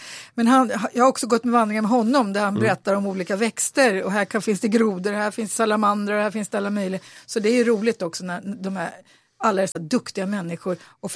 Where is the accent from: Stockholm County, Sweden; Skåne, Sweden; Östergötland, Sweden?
Stockholm County, Sweden; Bollmora; för jag är ändå uppväxt i Bollmora och jag kommer inte ihåg de här grejerna